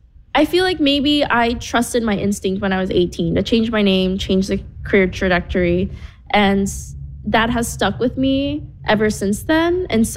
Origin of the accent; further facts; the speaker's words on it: Hamilton, Ohio, United States; Growing up in Hamilton, Ohio, I was one of the two Asian people in my high school.